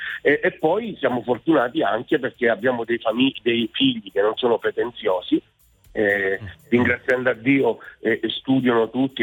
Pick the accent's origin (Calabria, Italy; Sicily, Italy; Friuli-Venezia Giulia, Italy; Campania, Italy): Calabria, Italy; Reggio Calabria; moved away as an adult; now in Brescia, Italy; io sono nato e cresciuto a Reggio Calabria, ma ora da 20 anni vivo a Brescia.